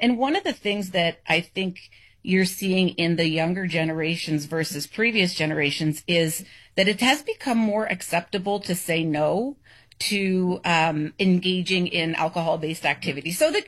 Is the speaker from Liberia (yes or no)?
no; Canada; I'm from Canada